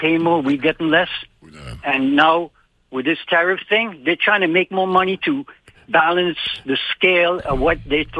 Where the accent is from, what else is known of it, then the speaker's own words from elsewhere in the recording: St. Thomas, U.S. Virgin Islands; also born or lived in United States; Yeah, born and raised.